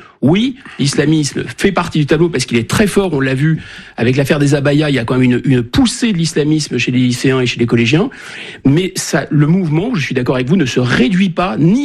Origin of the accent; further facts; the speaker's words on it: Normandy, France; Moi, je suis un Français de Normandie. Je me retrouve dans une classe en région parisienne, à La Courneuve